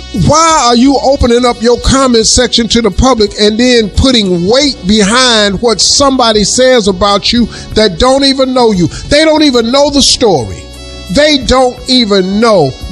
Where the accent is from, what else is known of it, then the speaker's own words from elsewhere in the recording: Colombia; I'm from Colombia.